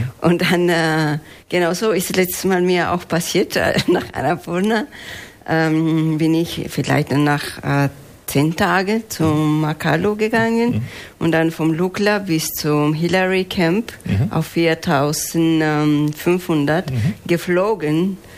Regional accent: Huaraz, Ancash, Peru; German is a second language; moved away as an adult; now in Karlsruhe, Germany; Kindergarten war im Dorf, wo ich aufgewachsen bin. Mhm. Dann kam die Schule, diese 5.000er, mhm, 6.000er, mhm, in den Anden.

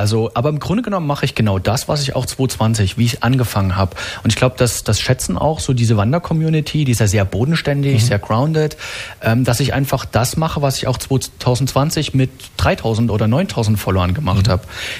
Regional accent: Saxony, Germany; moved away as an adult; now in Karlsruhe, Germany; dort fühle ich mich fast so heimisch wie natürlich jetzt in der sächsischen Schweiz, wo ich aufgewachsen bin.

